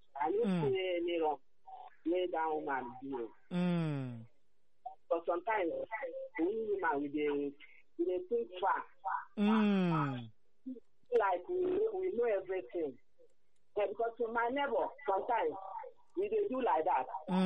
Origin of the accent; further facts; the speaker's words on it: Abuja, Federal Capital Territory, Nigeria; from Abuja.